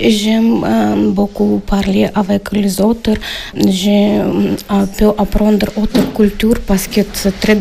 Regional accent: Ukraine; French is a second language; moved away; quand j'habite en Ukraine, j'ai pas vu beaucoup de personnes d'autres nationalités parce que j'habite petite ville.

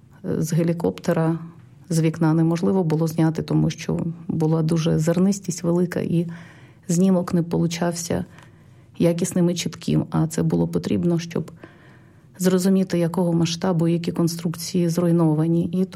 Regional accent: Pripyat, Kyiv Oblast, Ukraine; поїхати в моє рідне місто Прип'ять.

